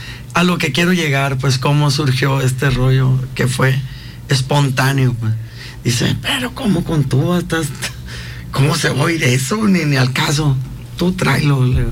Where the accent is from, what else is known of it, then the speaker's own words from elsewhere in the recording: Ciudad Obregón, Sonora, Mexico; Soy de Ciudad Obregón, Sonora.